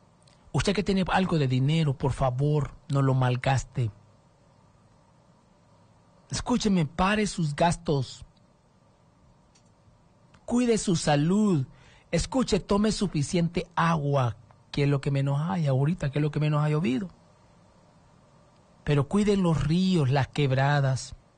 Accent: Honduras; Mi pueblo, soy hondureño. Soy catracho 100%.

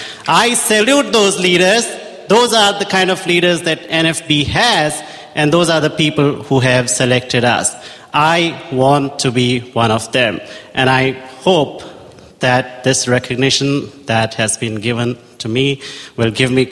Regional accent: Orlando, Florida, United States; I'm from Orlando, Florida, a wonderful place where you all be there next year.

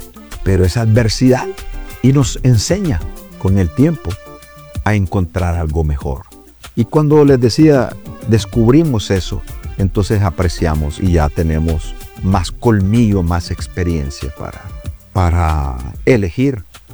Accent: Honduras; los maestros en mi barrio, en mi pueblo, eran de unidocencia, le dicen, que es para todas las clases

